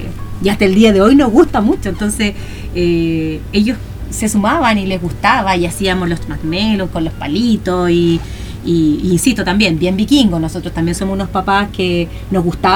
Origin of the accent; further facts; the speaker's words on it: Paine, Santiago Metropolitan Region, Chile; que somos los dos de Paine